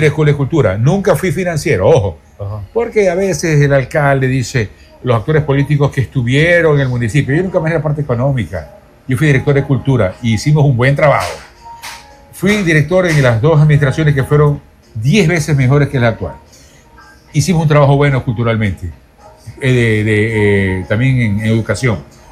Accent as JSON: {"language": "Spanish", "town": "Quevedo", "region": "Los Ríos", "country": "Ecuador", "tie": "born there", "said": "Yo nací en San Camilo. Yo nací en el barrio El Mango. Ahora es San Cristóbal, pero antes era San Camilo. Ahí nací yo."}